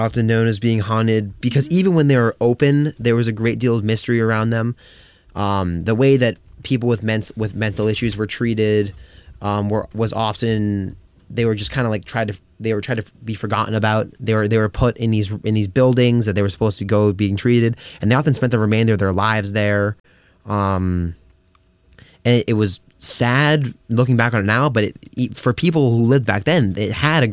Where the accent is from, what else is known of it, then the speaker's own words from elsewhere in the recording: Massachusetts, United States; especially for someone who's a native of Massachusetts. I was born near Salem and Beverly